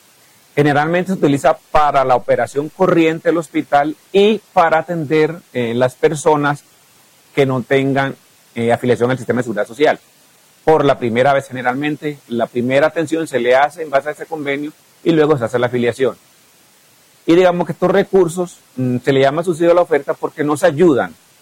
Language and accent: Spanish; Córdoba, Colombia; moved away as an adult; now in Angostura, Colombia; Soy de San Fernando del Viento, Córdoba. Soy egresado de la Universidad de Antioquia, bacteriólogo y laboratorista clínico.